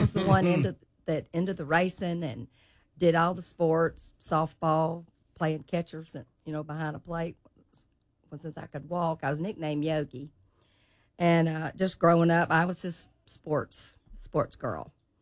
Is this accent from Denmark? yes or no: no; Memphis, Tennessee, United States; Hey, I was born and raised here in Memphis, Tennessee. For all your old people out there, it was the Sherwood Forest area, as a lot of you probably remember.